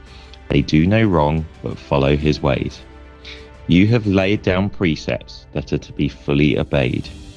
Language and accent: English; Horndean, South East England, United Kingdom; I'm from Horndean in Hampshire in southern England.